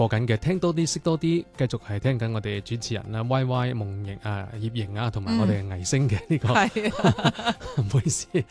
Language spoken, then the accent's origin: Cantonese; Guangdong, China; 即系我哋广东人可能叫正咋，好正嘅正字。